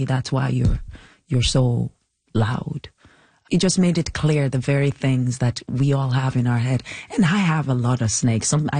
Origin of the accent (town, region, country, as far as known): Nigeria; accent: Nigerian